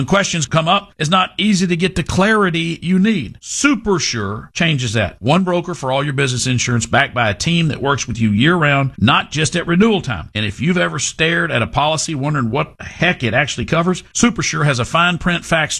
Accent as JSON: {"language": "English", "region": "Texas", "country": "United States", "said": "I'm an eighth generation white Texas male"}